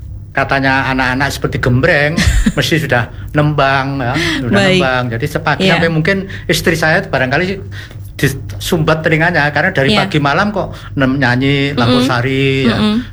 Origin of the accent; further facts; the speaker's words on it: Java, Indonesia; Kebetulan karena saya orang Jawa